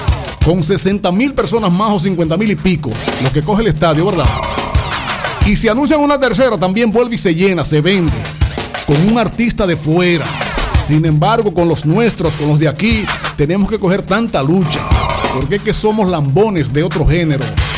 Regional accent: Dominican Republic; así es que somos los dominicanos

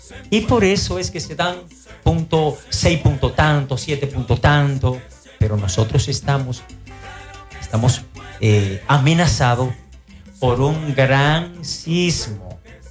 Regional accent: Moca, Espaillat, Dominican Republic; yo soy de Moca

